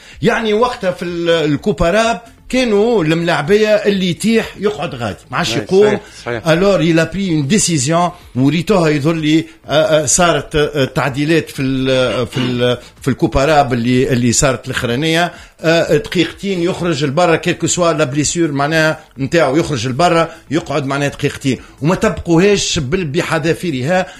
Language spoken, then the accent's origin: Arabic; Tunisia; عندنا في تونس